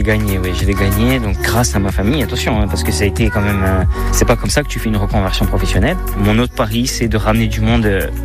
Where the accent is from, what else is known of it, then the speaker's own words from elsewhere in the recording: Ocana, Corsica, France; Par mon père, donc je suis d'Ocana, donc du sud de la Corse, mais par ma mère, donc, et surtout ma grand-mère, donc on est de Scala.